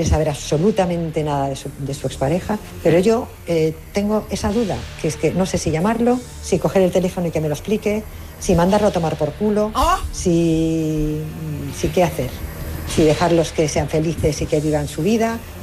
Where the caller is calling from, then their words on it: A Coruña, Galicia, Spain; soy de La Coruña.